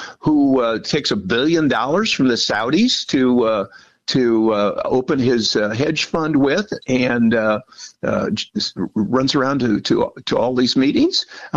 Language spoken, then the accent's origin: English; Illinois, United States; I grew up poor and in Southern Illinois.